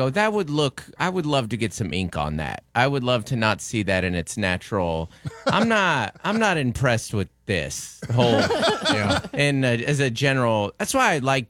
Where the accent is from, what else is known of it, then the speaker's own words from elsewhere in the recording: Seattle, Washington, United States; Growing up in Seattle, I was 20 years old and married